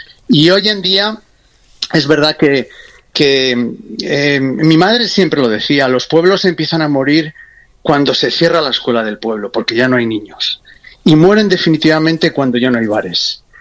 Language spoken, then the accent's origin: Spanish; Spain; O sea, por lo menos en mi pueblo es un reducto ahí en el Alto Ebro, es un valle muy escondido.